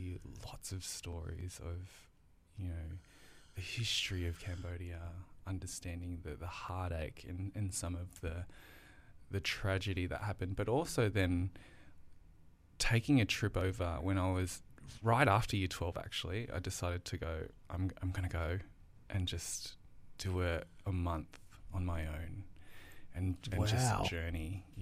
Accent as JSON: {"language": "English", "town": "Campbelltown", "region": "New South Wales", "country": "Australia", "tie": "born or raised there", "said": "So I was born in Fairfield Hospital down southwest. So most of my life until the age when I was in year 11 was spent in Campbelltown."}